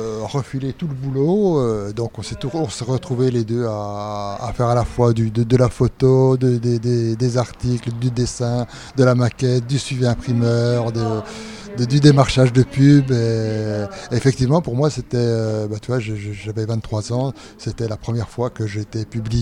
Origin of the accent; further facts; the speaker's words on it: Besançon, Bourgogne-Franche-Comté, France; also born or lived in Lons-le-Saunier; Lens-le-Saunier, j'y suis juste né, quoi. Après, j'ai grandi à Besançon.